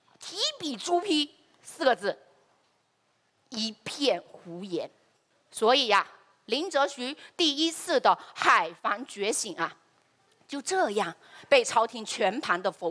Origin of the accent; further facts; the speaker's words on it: Fuzhou, Fujian, China; 在我们福州，准确来说是在闽江口的马尾